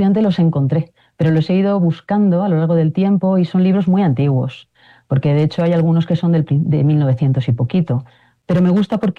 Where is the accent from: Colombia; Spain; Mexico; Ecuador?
Spain; soy española